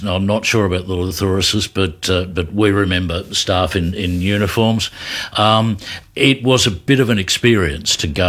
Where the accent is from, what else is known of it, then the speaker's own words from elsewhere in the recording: Castlemaine, Victoria, Australia; And when I grew up in Castlemaine in central Victoria, the Colour Patch Cafe was our Greek cafe.